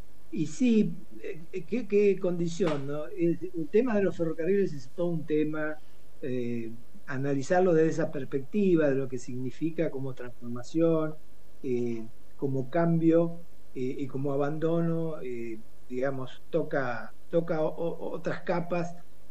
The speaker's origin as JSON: {"language": "Spanish", "country": "Argentina", "said": "lo que somos los argentinos, los latinoamericanos"}